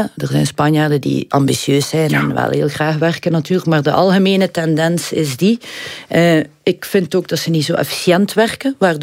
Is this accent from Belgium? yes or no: yes; Flanders, Belgium; moved away as an adult; now in Barcelona, Spain; Komen mijn Vlaamse, Belgische trekjes naar boven.